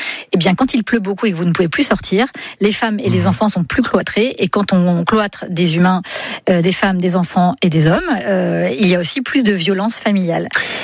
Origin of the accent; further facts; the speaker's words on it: Île-de-France, France; Je suis francilienne